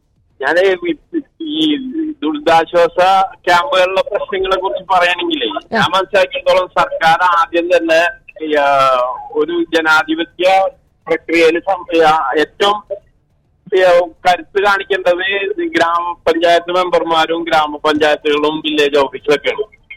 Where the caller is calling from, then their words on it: Kerala, India; നമ്മള് കേരളത്തില്